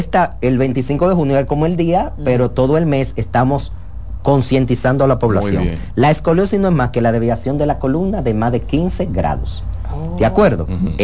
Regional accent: Puerto Plata, Dominican Republic; Yo soy de Puerto Plata.

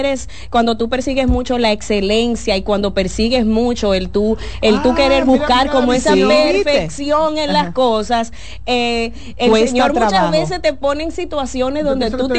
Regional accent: Dominican Republic; now in Tampa, United States; Feliz de estar en mi país, pero muy feliz. Afuera. Sí, en la Florida, en Tampa.

